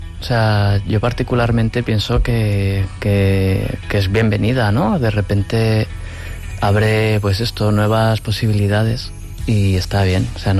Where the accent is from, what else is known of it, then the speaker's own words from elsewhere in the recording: Tudela, Navarre, Spain; Y utiliza el skatepark de mi ciudad natal, Tudela.